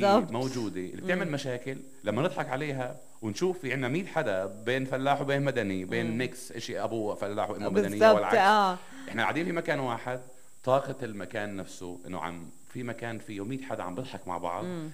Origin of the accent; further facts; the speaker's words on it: Nablus, West Bank, Palestine; كمان إحنا من نابلس يعني.